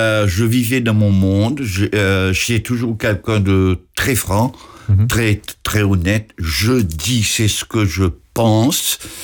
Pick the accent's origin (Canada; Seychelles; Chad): Seychelles; Et oui, et je viens des Seychelles.